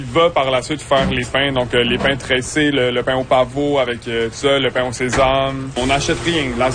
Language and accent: French; France; moved away; Je suis le petit-fils à MLA. On a immigré, nous, un peu après elle, en 2002. On est arrivé de France avec ma mère, donc sa fille.